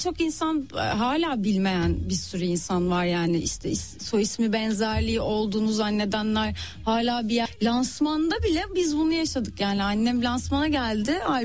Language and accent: Turkish; İzmir, Turkey; Ne bileyim, İzmirliyim işte.